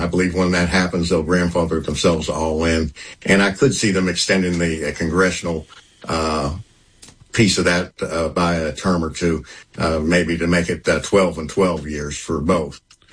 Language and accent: English; West Virginia, United States; I grew up primarily in West Virginia